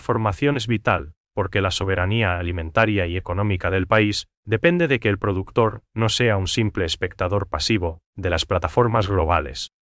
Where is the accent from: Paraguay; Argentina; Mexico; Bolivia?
Paraguay; el trato cercano que nos identifica como paraguayos